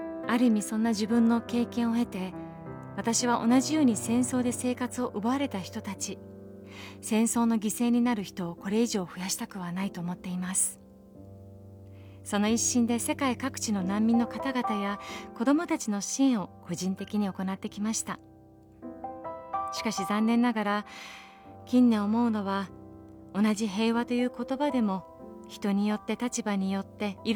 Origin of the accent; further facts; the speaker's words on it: Iran; now in Japan; 。皆さん、最近耳に飛び込んでくるのは私の母国イラン、そして中東をめぐる厳しい現実です。